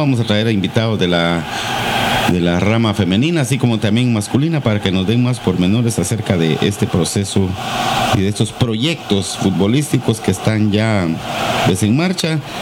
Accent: Barberena, Santa Rosa, Guatemala; Yo soy de Barberena, Santa Rosa, estoy un poco antes de Nueva Santa Rosa y de Nueva Santa Rosa, un poco más lejano de Chiquimunía.

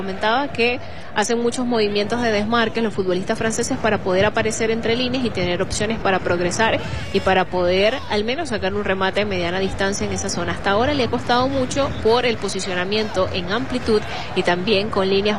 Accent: Venezuela

